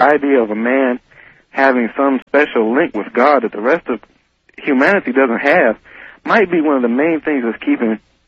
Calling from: Tornado Alley, United States; I'm calling from Tornado Alley, by the way.

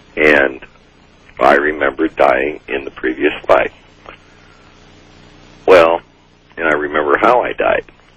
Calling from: Kenosha, Wisconsin, United States; I'm from Kenosha.

